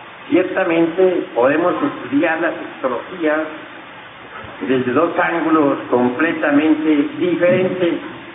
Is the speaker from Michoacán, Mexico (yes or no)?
yes; Cotija, Michoacán, Mexico; moved away; Yo soy de Cotija, Michoacán. He vivido más que todo, más que en otros lugares, en distintos federales.